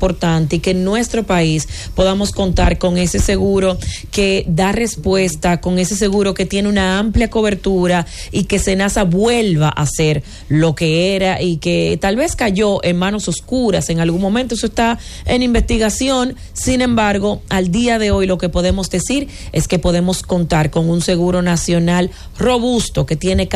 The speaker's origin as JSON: {"language": "Spanish", "country": "Dominican Republic"}